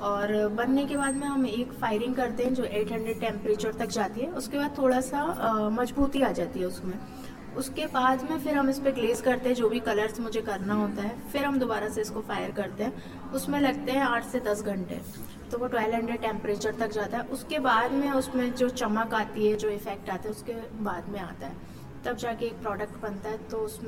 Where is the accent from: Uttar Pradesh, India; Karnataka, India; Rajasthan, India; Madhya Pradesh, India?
Madhya Pradesh, India; Gwalior; मैं सीखकर तो अपने ग्वालियर से ही आई थी।